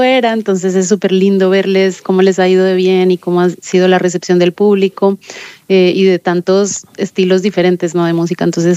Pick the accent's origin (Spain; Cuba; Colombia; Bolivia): Colombia; yo soy colombiana, también hay de Ecuador y Venezuela